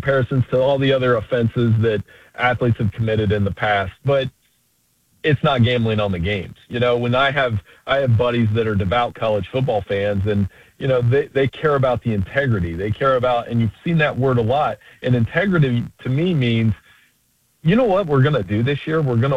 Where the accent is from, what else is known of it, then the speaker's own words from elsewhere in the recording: Ohio, United States; I grew up in Central Ohio. When you grew up in Central Ohio, you learned how to play baseball like Pete Rose.